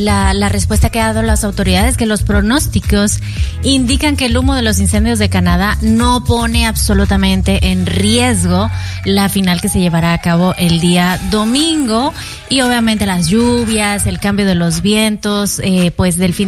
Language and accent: Spanish; Mexico; No, yo soy mexicana.